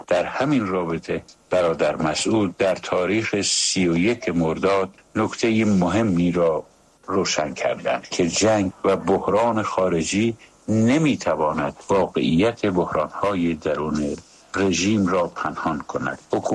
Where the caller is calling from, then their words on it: Shiraz, Fars, Iran; از شیراز هستم.